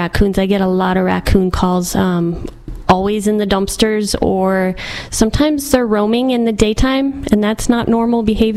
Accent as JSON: {"language": "English", "region": "Wyoming", "country": "United States", "moved": "as an adult", "lives_now": "Dalhart, United States", "said": "I'm from Wyoming originally. And my husband served in the military for 10 years, so we traveled a little bit, and then he joined the railroad, and that's how we came to Dalhart."}